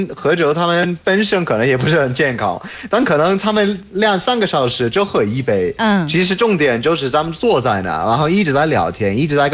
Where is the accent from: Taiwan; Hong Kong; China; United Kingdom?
United Kingdom; York, Yorkshire and the Humber; 像我老家约克，它是一个很挺少的城市